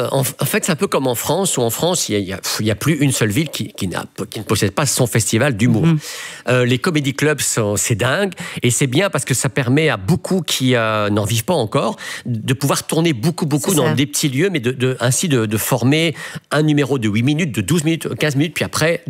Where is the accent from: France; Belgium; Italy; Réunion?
Belgium; et surtout qu'on est belge. Ah oui, alors là, c'est un atout majeur. On est les cousins des Québécois, en fait.